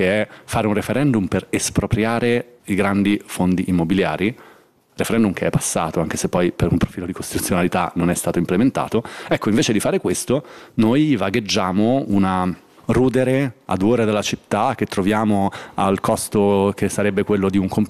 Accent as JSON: {"language": "Italian", "town": "Milan", "region": "Lombardy", "country": "Italy", "tie": "born or raised there", "said": "io sono cresciuto a Milano in una stagione in cui gli spazi di alternativa sociale, che fossero occupati, autogestiti, di ogni tipo, erano tantissimi"}